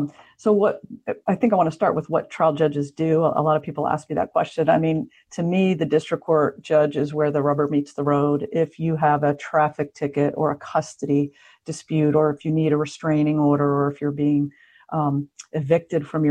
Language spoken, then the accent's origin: English; Florida, United States; also born or lived in Raleigh; Well, I was born in Raleigh in Wake County. My father moved around a lot when we were little, so I spent a lot of my childhood in South Florida.